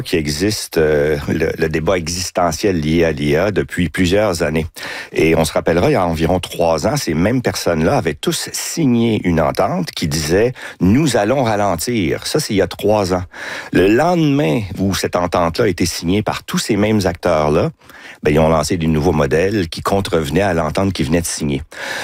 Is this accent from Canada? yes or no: yes; Quebec, Canada; Moi, je suis Québécois, je suis fier d'être au Québec.